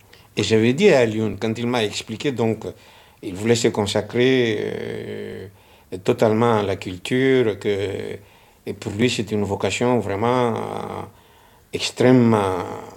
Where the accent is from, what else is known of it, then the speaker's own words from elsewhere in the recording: Madagascar; comme chez nous à Madagascar